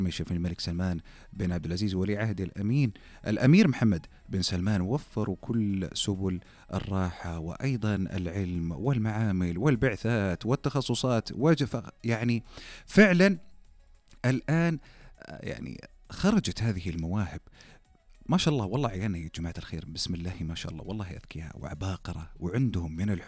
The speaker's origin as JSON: {"language": "Arabic", "country": "Saudi Arabia", "said": "وإحنا دائما متفردين بالتميز كسعوديين."}